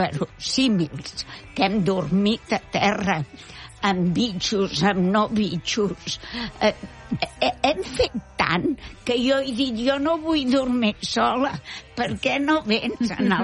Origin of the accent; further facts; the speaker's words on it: Badalona, Catalonia, Spain; Som de Badalona Centre, tant ell com jo, coneguts.